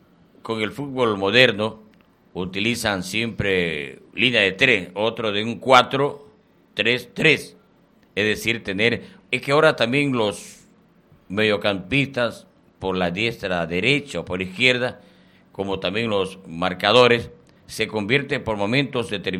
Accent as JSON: {"language": "Spanish", "country": "Ecuador"}